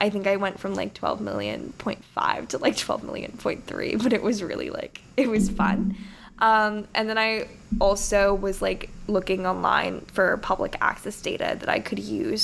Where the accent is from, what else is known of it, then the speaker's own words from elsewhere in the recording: Los Angeles, California, United States; I'm from California. I'm actually from the city of Los Angeles